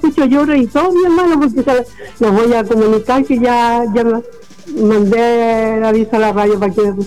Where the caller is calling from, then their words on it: Coltauco, O'Higgins, Chile; soy de Colchauco.